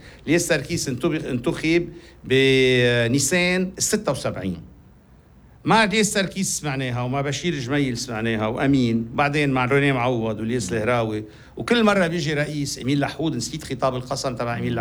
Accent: Lebanon

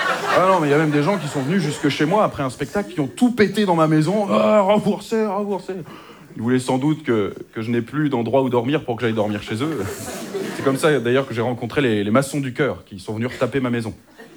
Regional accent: Hauts-de-France, France; Je sais pas, moi je suis du Nord-Pas-de-Calais, on fait pas ça chez vous, je ne sais pas.

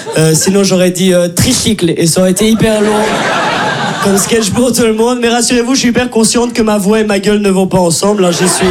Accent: Brussels, Belgium; accent: Brussels

